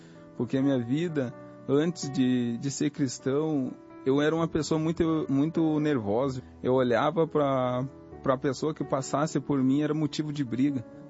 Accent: Guaíba, Rio Grande do Sul, Brazil; sou da cidade de Guaíba, Rio Grande do Sul.

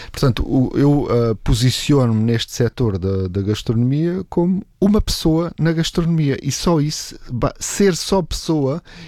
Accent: Algarve, Portugal; moved away as an adult; now in Lisbon, Portugal; Então, eu vim lá do Algarve para Lisboa para estudar Direito e depois quis a vida que eu alinhasse aí para outras atividades.

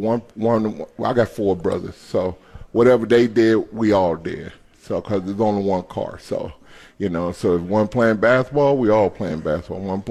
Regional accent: Gladys, Virginia, United States; I was bused from Gladys down, so we had to go.

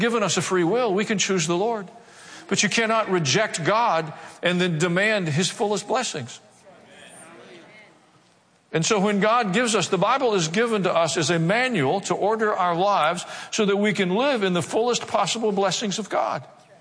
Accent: Kansas City, Missouri, United States; born there; I was born in Kansas City, Missouri.

